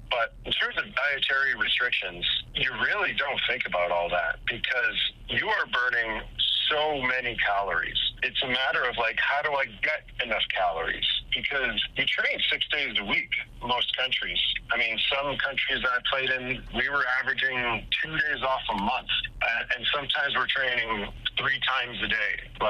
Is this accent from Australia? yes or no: no; Red Deer, Alberta, Canada; growing up in Red Deer